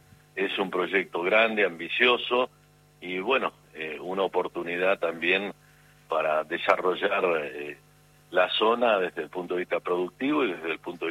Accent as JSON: {"language": "Spanish", "town": "Martínez de Oz", "region": "Buenos Aires Province", "country": "Argentina", "said": "yo de un pueblito de Martínez de Oz, a 20 kilómetros de distancia, sí, en el partido de Lincoln"}